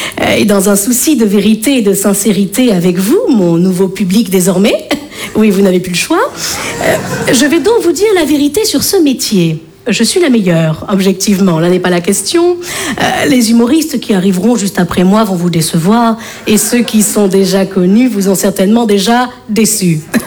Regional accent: Bordeaux, Nouvelle-Aquitaine, France; je viens de Bordeaux.

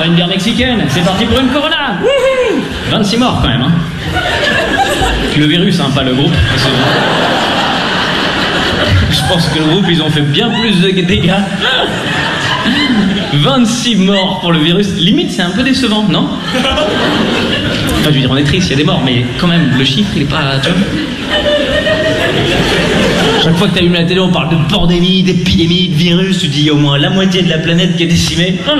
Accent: Lausanne, Vaud, Switzerland; Moi, je viens de Lausanne. Les girons, c'est pour les bouseux. Donc, à Lausanne, il n'y a pas de girons.

